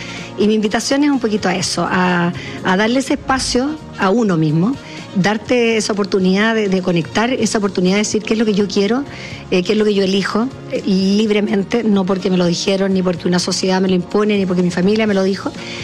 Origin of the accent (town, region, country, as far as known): Chile